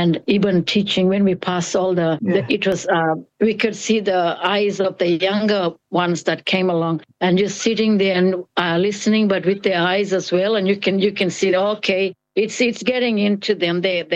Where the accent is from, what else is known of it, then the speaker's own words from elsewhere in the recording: Injinoo, Queensland, Australia; I grew up here in Engineer. Engineer is my community. It's in the Puthuma Land Trust space area where for our people.